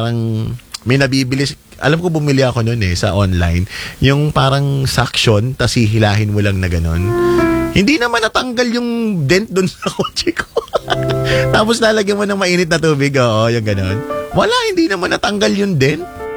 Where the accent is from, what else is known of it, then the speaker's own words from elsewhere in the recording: Lopez, Calabarzon, Philippines; moved away as an adult; now in Manila, Philippines; proud ako na doon ako galing kasi hindi, alam ko din pag ibibida ko doon sa inyo, doon sa amin sa Lopez Quezon.